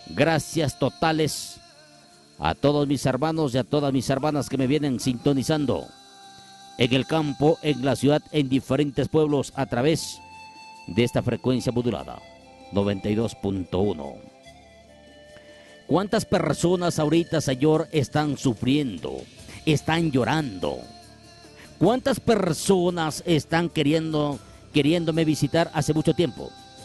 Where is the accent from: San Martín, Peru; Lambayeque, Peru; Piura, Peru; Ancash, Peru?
Piura, Peru; Huancabamba; moved away; desde allá, desde mi tierra bendita, Huancabamba, Salalá.